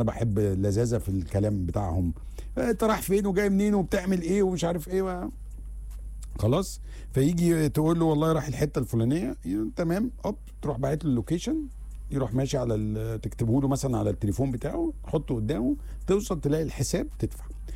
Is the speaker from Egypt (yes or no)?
yes; Egypt; أنا مثلا إحنا كمصريين هتيجي تقول لي أنا المحل ده أقف فيه طابور عشان آكل 10 دقايق